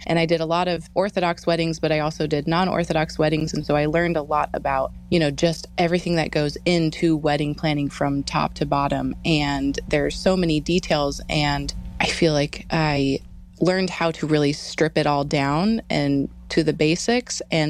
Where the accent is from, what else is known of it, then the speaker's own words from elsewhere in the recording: Alaska, United States; moved away as an adult; I'm from Alaska originally. My husband's in the military, so we've moved around a bit.